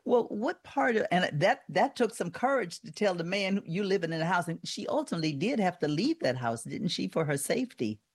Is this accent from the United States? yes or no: yes; Southern United States, United States; Well, I'm a Southerner. I'm from next